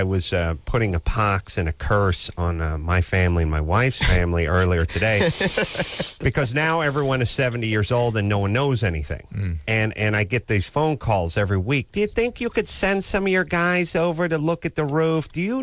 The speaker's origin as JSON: {"language": "English", "region": "California", "country": "United States", "tie": "born or raised there", "said": "Growing up in the Valley..."}